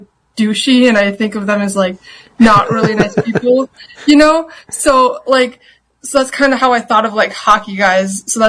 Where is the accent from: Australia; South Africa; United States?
United States; Minnesota; born or raised there